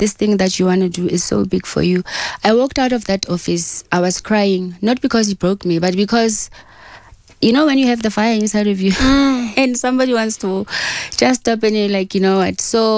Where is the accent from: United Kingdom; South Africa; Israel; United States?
South Africa; Bloemfontein, Free State